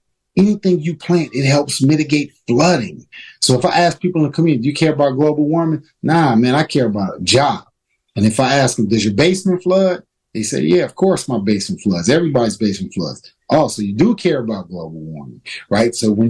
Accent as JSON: {"language": "English", "town": "Chicago", "region": "Illinois", "country": "United States", "tie": "born or raised there", "said": "we grew up in Chicago, you know, from slavery."}